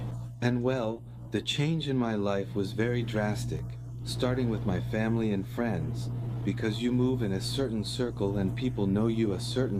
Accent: Mexico City, Mexico; moved away as an adult; now in Cancun, Mexico; No, I lived in Mexico City. I grew up and was raised. I grew up in Mexico City, and I only came to Cancun after I was married and already had a child.

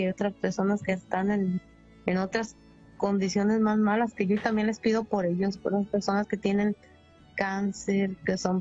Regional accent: Jalisco, Mexico; now in Monterrey, Mexico; nosotros somos de Jalisco, pero mis hijos están radicando en Irapuato, Guanajuato, y yo en Monterrey.

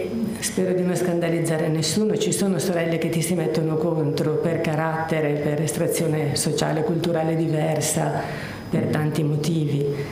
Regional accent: Rome, Lazio, Italy; io vengo da Roma

